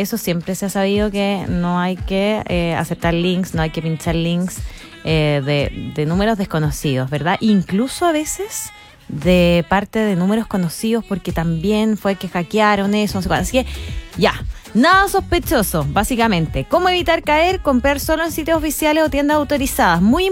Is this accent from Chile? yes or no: yes; Chile; Sí, porque somos futboleros los chilenos, po.